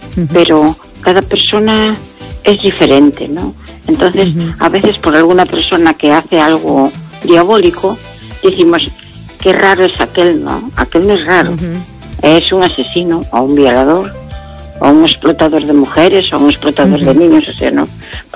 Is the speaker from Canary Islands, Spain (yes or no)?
no; Pontevedra, Galicia, Spain; Buenas noches … de Pontevedra.